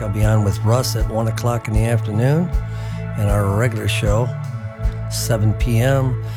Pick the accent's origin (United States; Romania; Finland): United States; Rockford, Illinois; moved away; Rockford, Illinois, my hometown.